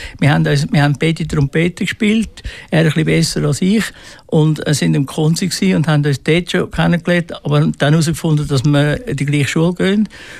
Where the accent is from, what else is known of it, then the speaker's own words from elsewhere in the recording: Zurich, Switzerland; also born or lived in Aarau, Aargau; Also ich bin Zürcher, in Zwiediken aufgewachsen wie du, aber ein bisschen mit Abstand. Und auch dort in die Schule gegangen